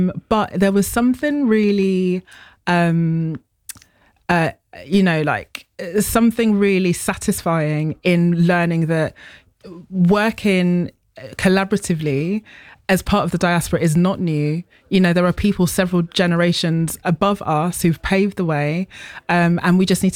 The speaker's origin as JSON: {"language": "English", "country": "United Kingdom", "said": "we're not American, we're very much British"}